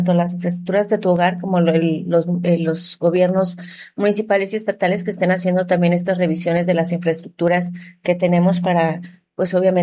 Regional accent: Manzanillo, Colima, Mexico; aunque somos de Manzanillo, muchas veces se nos olvida, pues se nos olvida que aquí tiembla

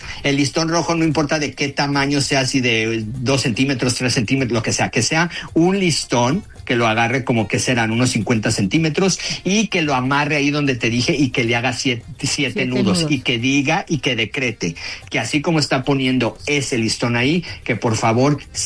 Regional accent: Jalisco, Mexico; esto lo hacían en mi pueblo, yo soy de Jalisco.

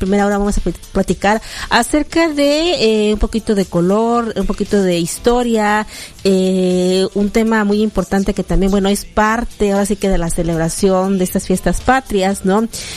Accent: Mexico; now in Tuxtla Gutiérrez, Mexico; así somos los mexicanos de alegres.

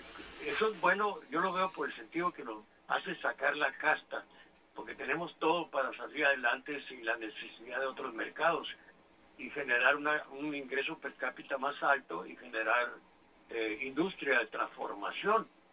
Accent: Mexico; now in United States; Yo iba como hispano de Estados Unidos, no como mexicano de México.

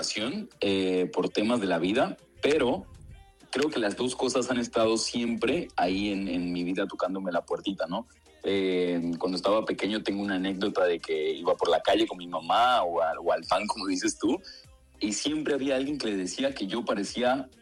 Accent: Venezuela; also born or lived in Panama; now in United States; Bueno, salí de Venezuela en el 2015. Tengo casi 13 años ya fuera de Venezuela y me he radicado, duré 7 años en Panamá, pero estoy aquí radicado en Estados Unidos

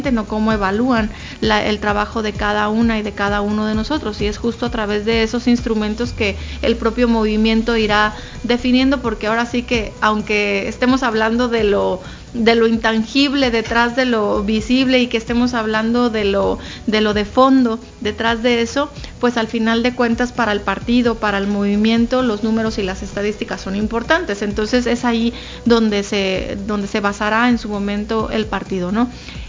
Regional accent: Mexico; lo que hemos avanzado como mexicanas y mexicanos

